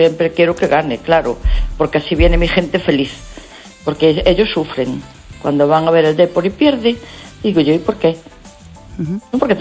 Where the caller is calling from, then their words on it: A Coruña, Galicia, Spain; yo quiero que gane mi equipo porque yo soy de La Coruña.